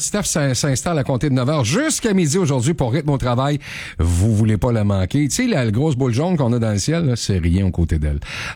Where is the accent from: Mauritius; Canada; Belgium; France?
Canada; Quebec; c'est chez nous au Québec